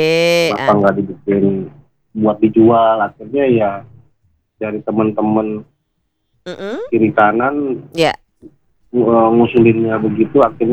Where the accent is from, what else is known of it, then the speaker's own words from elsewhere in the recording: Kalimantan, Indonesia; now in Tangerang, Indonesia; Kita dari Kalimantan. Udah di Tangerang mah udah lama ya.